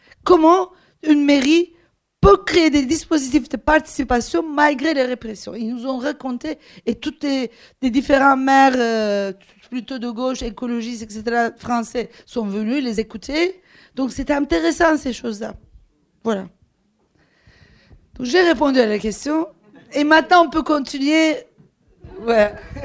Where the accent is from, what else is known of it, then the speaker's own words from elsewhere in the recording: Turkey; moved away; Moi, quand j'ai quitté la Turquie, au début, je me sentais comme exilée.